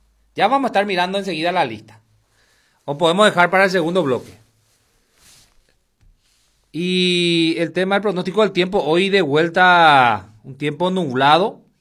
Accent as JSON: {"language": "Spanish", "country": "Paraguay", "said": "Estamos como paraguayo a un mundial más."}